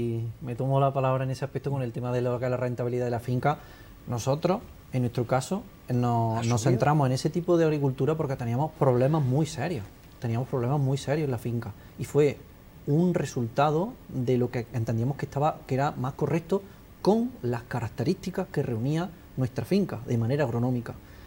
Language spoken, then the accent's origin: Spanish; Jaén, Andalusia, Spain; Es que somos de Jaén, estamos acostumbrados al olivar